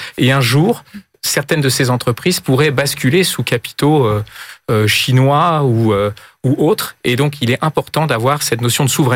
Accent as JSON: {"language": "French", "town": "Nantes", "region": "Pays de la Loire", "country": "France", "lives_now": "Paris, France", "said": "Moi, je ne suis pas parisien à l'origine, je suis nantais."}